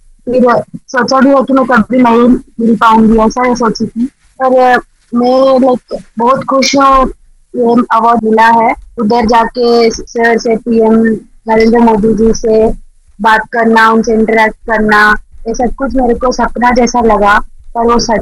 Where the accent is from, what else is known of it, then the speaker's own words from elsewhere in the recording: Andhra Pradesh, India; मैं आंध्र प्रदेश से हूँ